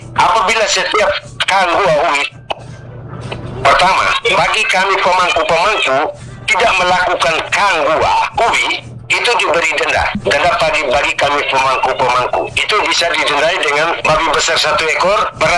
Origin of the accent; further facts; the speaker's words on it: Ende, East Nusa Tenggara, Indonesia; istilah kita orang Ende bilang